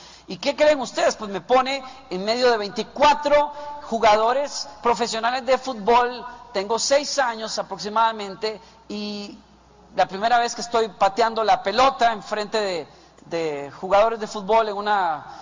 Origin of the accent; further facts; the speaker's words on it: Costa Rica; mi papá en Costa Rica, donde yo nací y me crié. Bueno, si se puede decir que me crié.